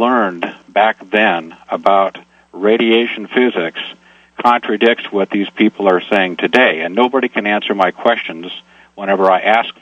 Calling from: Portland, Oregon, United States

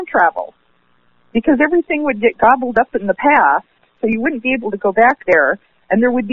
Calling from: United States; from Washington.

